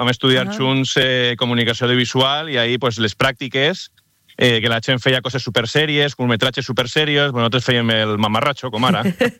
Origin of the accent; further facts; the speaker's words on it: Alboraia, Valencian Community, Spain; jo sóc xofero d'Alboraia.